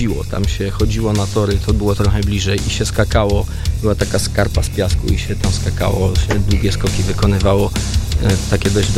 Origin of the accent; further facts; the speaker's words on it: Bełchatów, Łódź Voivodeship, Poland; also born or lived in Piotrków Trybunalski; ja się wychowałem w Bełchatowie.